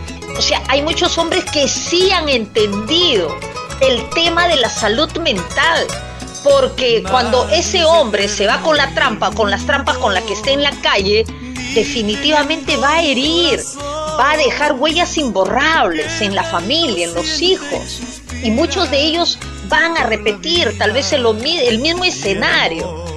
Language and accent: Spanish; Peru; born there; soy peruana, de verdad me siento feliz de haber nacido en esta tierra hermosa como es el Perú